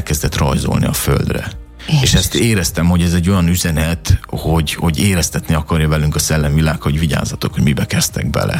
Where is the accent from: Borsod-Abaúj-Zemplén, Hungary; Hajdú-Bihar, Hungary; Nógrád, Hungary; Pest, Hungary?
Hajdú-Bihar, Hungary; Hajdúsámson; moved away as an adult; also born or lived in Debrecen; Én keresztény családban nőttem fel, keresztény otthonba, Debrecen és környéke, Hajdúsámson pontosabban, félig itt, félig ott gyerekként.